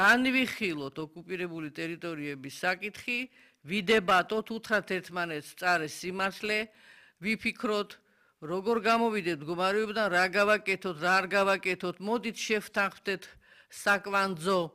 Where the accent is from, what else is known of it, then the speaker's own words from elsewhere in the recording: Sukhumi, Abkhazia, Georgia; მე პოლიტიკოსი ვარ, სოხუმიდან ვარ გამოდევნილი ადამიანი